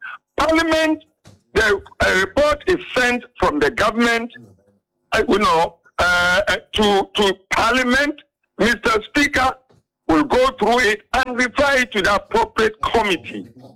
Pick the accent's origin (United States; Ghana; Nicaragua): Ghana; I did my work as a Ghanaian